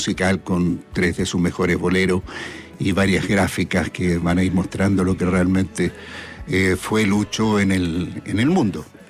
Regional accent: Chile; a nosotros también, los chilenos, como que nos gusta vivir acá. Entonces, amamos a nuestro país.

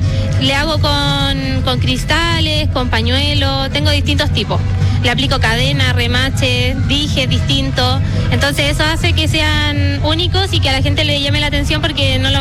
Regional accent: Los Andes, Valparaíso, Chile; also born or lived in La Ligua; Sí, soy de acá, de Los Andes. O sea, nací en La Ligua, pero he vivido toda mi vida aquí.

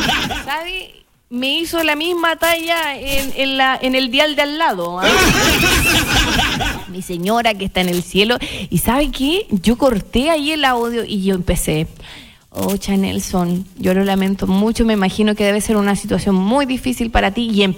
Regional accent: Chiloé, Los Lagos, Chile; now in Osorno, Chile; yo soy chilota, pero ya me siento parte de Osorno

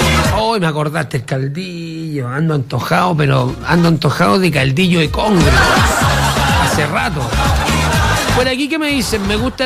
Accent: Chile; Soy chilena, pero no me gusta el caldillo ni las pantrucas.

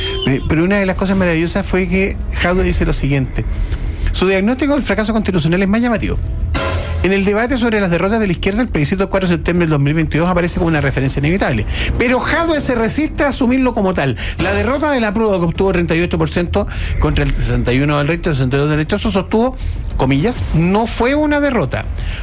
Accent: Chile; fue precisamente enfrentarnos al mamarracho que teníamos al frente.

